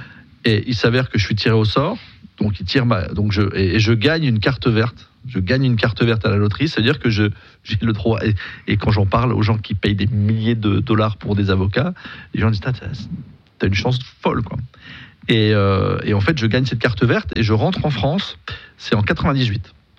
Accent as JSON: {"language": "French", "region": "Geneva", "country": "Switzerland", "tie": "born or raised there", "said": "Besançon, j'ai grandi à Genève."}